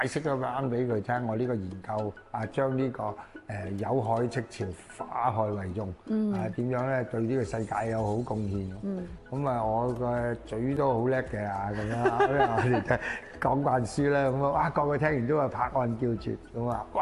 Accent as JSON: {"language": "Cantonese", "town": "Foshan", "region": "Guangdong", "country": "China", "tie": "born or raised there", "moved": "yes", "said": "我家鄉順德佛山區嘅佛山順德區"}